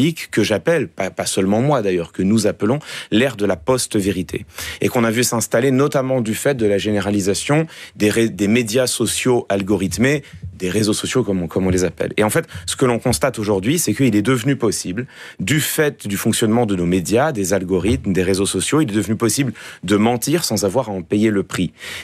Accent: France; chez nous, en France

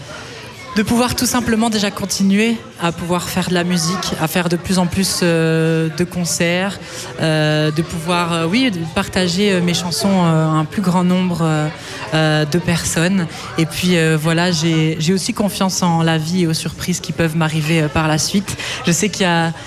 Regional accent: Baudour, Wallonia, Belgium; moved away as an adult; Alors moi je suis originaire de Beaudour, près de Mons.

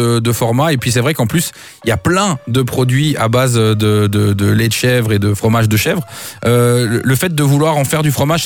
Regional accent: Belgium; chez nous en Belgique

